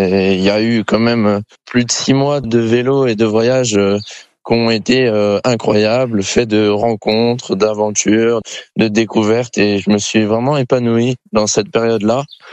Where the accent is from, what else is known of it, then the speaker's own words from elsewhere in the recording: France; que je suis français et que avec la France c'est quelque chose qu'ils font particulièrement.